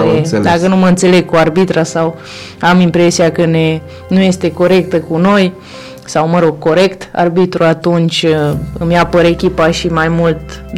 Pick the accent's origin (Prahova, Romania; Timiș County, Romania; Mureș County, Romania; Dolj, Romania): Mureș County, Romania; din județul Mureș, da, sunt singura de foarte mulți ani, pentru că eu provin de aici.